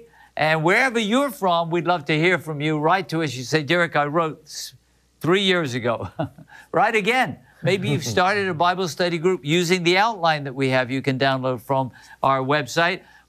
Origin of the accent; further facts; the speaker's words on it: England, United Kingdom; Okay, that's what we called elementary school where I grew up in England, primary school.